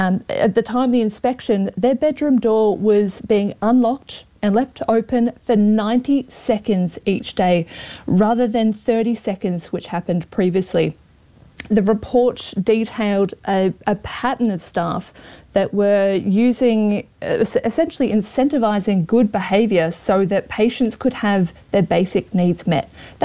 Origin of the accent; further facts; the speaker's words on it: Australia; now in Dunedin, New Zealand; remember, I am Australian